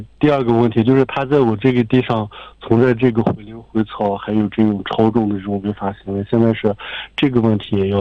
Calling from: Inner Mongolia, China; 鄂前旗上海庙。

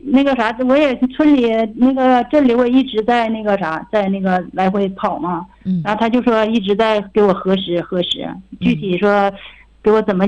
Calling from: Inner Mongolia, China; 我是扎莱特奇巴彦高勒镇

